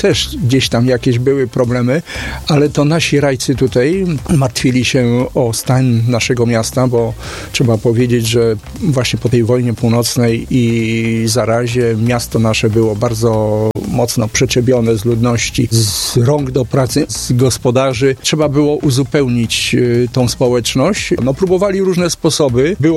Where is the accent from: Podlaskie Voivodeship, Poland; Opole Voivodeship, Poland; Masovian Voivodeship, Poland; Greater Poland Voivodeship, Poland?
Greater Poland Voivodeship, Poland; Poznań